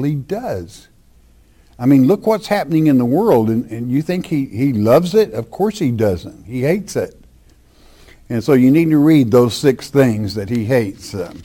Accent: Oklahoma, United States; I grew up in Oklahoma, and I was a grandson of one of the greatest horse buyers there ever was in Oklahoma.

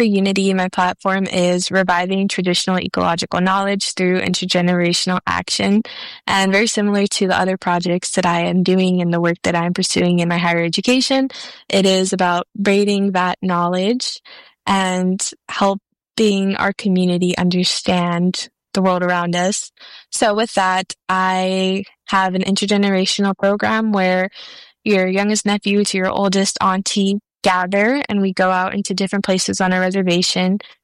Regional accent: Tucson, Arizona, United States; I come from the Pascua Yaqui tribe, barrio libre, and new pascua communities in Tucson, Arizona.

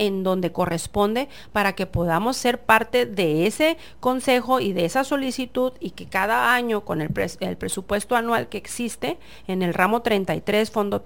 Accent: Tijuana, Baja California, Mexico; los que somos de Tijuana

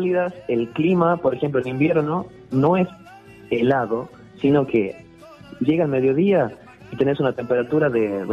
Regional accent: Valle Viejo, Catamarca, Argentina; moved away as an adult; now in Buenos Aires, Argentina; pasar de mi pueblo, Valle Viejo, que es un pueblo muy, muy bonito, pasar de estar con mi mamá, con mis amigos, a una ciudad enorme como es Buenos Aires

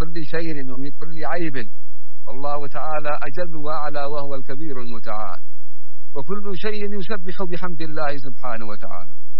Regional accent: Yemen; عندنا في اليمن لو نسمع مثلا اللغة المهارية

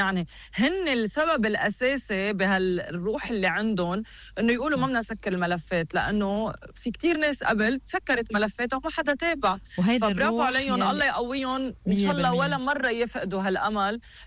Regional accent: Lebanon; كلنا كلبنانيه

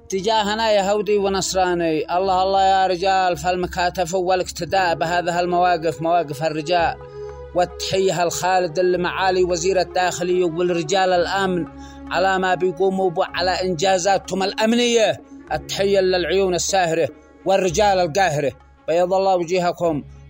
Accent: Yemen

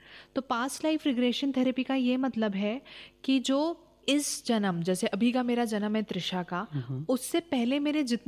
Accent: Bhopal, Madhya Pradesh, India; born or raised there

